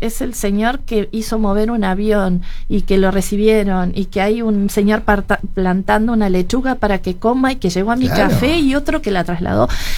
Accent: Uruguay; nosotros también como uruguayos

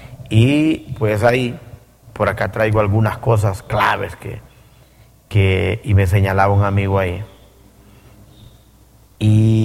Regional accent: Honduras

